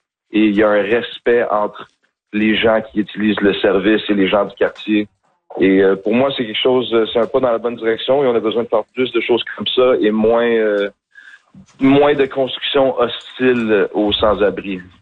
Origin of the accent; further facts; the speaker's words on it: Montreal, Quebec, Canada; moi, je viens de Saint-Henri, j'ai vécu autour de Saint-Henri de dernier 14 ans de ma vie.